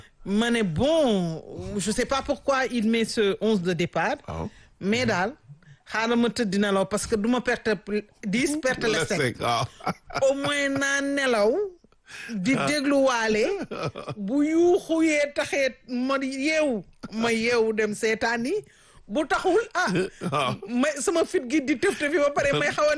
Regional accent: Senegal; parce que je suis Sénégalaise, on n'a pas de son ADN, perte.

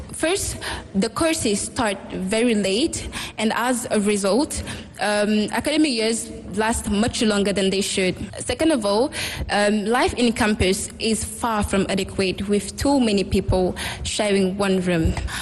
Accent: Senegal

